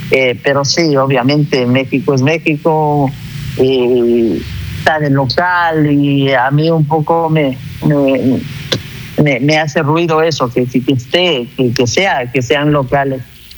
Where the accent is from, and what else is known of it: Ecuador